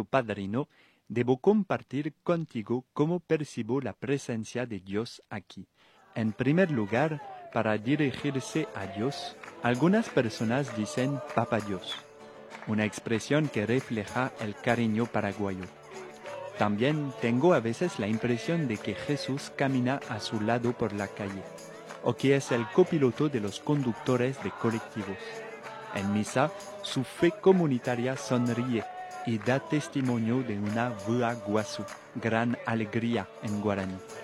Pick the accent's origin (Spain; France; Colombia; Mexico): France; soy de Francia, y finalmente … tengo 9 años.